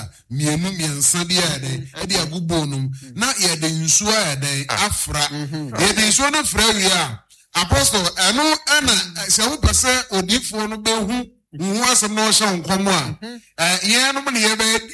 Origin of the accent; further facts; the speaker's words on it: Ghana; I'm a Ghanaian.